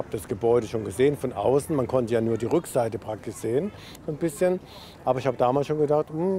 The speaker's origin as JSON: {"language": "German", "town": "Mannheim", "region": "Baden-Württemberg", "country": "Germany", "tie": "born or raised there", "said": "Ich bin ja ein echter Mannheimer Bu. Ja, ich bin von Uff der Rheinau, das ist der nächste Vorort hier von Neckarau."}